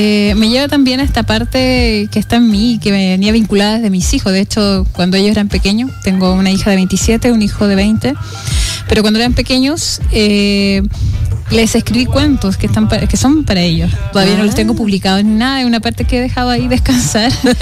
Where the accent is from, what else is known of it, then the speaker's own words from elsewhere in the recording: Antofagasta, Chile; yo soy de Antofagasta.